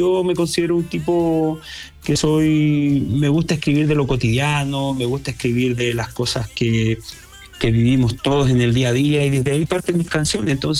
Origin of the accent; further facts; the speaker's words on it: Chile; now in Mexico; para nosotros como chilenos nos sentimos bien orgullosos.